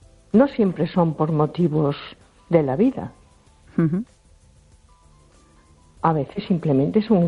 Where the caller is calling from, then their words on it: A Coruña, Galicia, Spain; de Coruña.